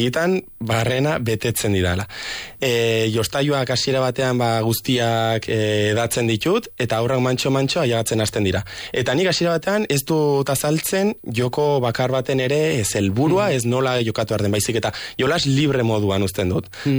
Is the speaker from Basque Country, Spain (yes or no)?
no; Donamaria, Navarre, Spain; Dona Maria herri inguruan ibili izan gara, nire herria dela